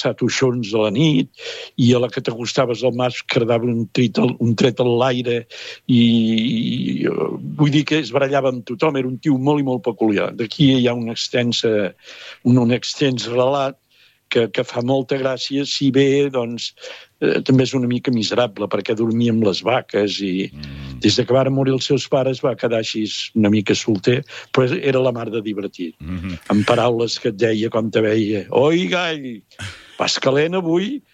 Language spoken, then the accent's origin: Catalan; Palafrugell, Catalonia, Spain; de la meva infantesa, de la meva joventut a Palafrugell